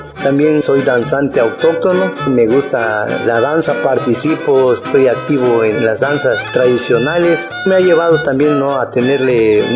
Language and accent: Spanish; Copainalá, Chiapas, Mexico; soy originario de Copainalá.